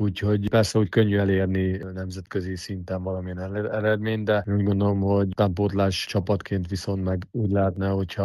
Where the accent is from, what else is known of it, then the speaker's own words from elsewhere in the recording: Dunaújváros, Fejér, Hungary; moved away; mondjuk egy Dunai város, ahol ugye felnőttem